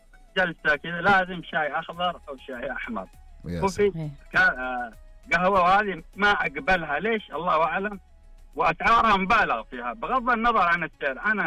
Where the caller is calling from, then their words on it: Jazan Province, Saudi Arabia; من جيزاني